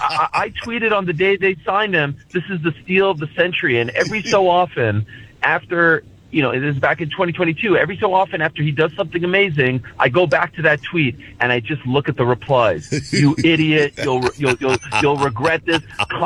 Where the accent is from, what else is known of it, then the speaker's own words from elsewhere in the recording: Montreal, Quebec, Canada; I'm from Montreal, they leave town.